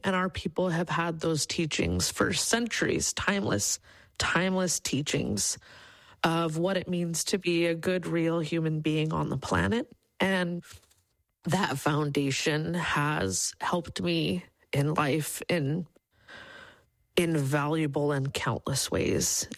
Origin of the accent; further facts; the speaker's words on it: Clark's Point, Alaska, United States; my grandmother was Muntjoc, and I was raised with her in Clark's Point in Bristol Bay.